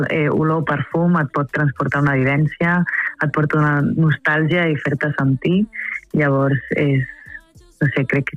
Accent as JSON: {"language": "Catalan", "town": "Barcelona", "region": "Catalonia", "country": "Spain", "tie": "born there", "also_born_or_lived": "Andalusia", "said": "jo vinc d'origen d'Andalusia, no? Però jo vaig néixer aquí a Barcelona."}